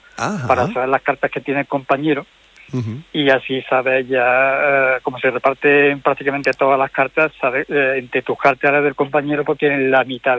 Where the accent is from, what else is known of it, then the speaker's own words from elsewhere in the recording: Córdoba, Andalusia, Spain; now in Granada, Spain; Yo soy de Córdoba, pero estoy oyendo desde un pueblecito de Granada.